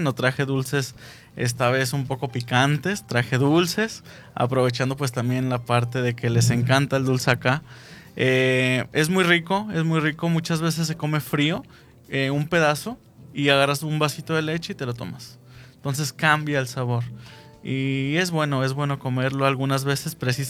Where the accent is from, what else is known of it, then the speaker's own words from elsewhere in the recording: Guadalajara, Jalisco, Mexico; now in Argentina; porque precisamente es mi tierra, de ahí vengo, de Guadalajara.